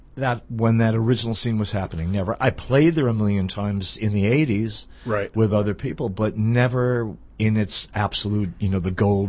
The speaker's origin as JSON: {"language": "English", "town": "Queens", "region": "New York", "country": "United States", "tie": "born or raised there", "said": "It sounds very kind of bridge and tunnel, which I was. I grew up in Queens, you know."}